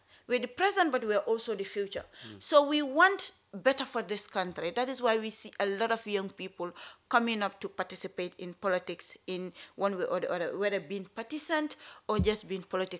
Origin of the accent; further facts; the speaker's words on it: Gambia; We want to be proud to say we are from Gambia